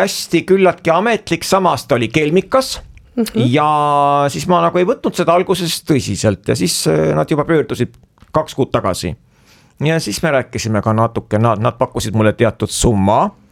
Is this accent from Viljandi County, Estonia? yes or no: yes; Viljandi, Viljandi County, Estonia; et ma olen Viljandist